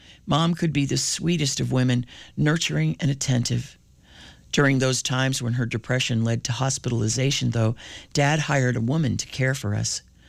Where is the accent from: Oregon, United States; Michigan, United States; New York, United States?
New York, United States; Belle Harbor; born there; I was born in Bell Harbor, Queens, in 1933